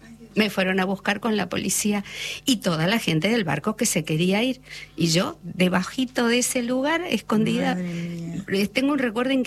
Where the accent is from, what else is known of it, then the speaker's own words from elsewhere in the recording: Venezuela; born there; also born or lived in Spain / Puerto Rico / Martinique; Yo llegué a Venezuela después de estar un poquito en Puerto Rico, un poquito en Martinica. Un poquito. Yo era, y era, no, mis padres eran, ya salieron de España padres. Después de la posguerra.